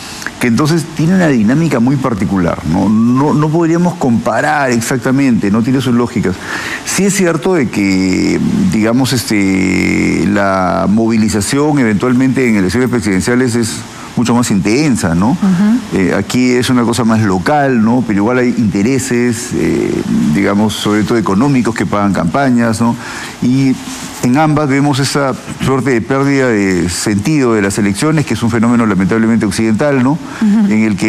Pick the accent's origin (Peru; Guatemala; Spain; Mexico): Peru